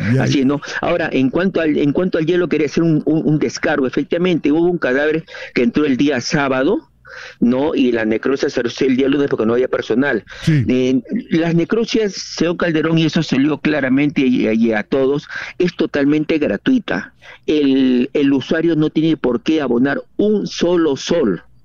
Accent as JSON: {"language": "Spanish", "region": "Ica", "country": "Peru", "said": "Solamente para decirle, yo vengo de la provincia de Ica."}